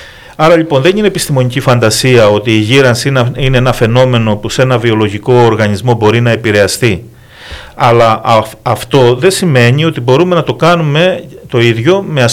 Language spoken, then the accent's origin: Greek; Crete, Greece; Γιατί κατάγομαι και από την Κρήτη, οπότε για μένα ήταν ένα πολύ μεγάλο ευτύχημα το γεγονός ότι εδώ στην Κρήτη, στον τόπο μου